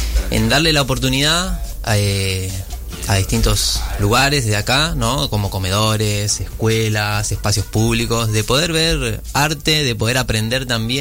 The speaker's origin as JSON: {"language": "Spanish", "region": "Buenos Aires", "country": "Argentina", "moved": "yes", "said": "Yo soy de Buenos Aires, de la capital."}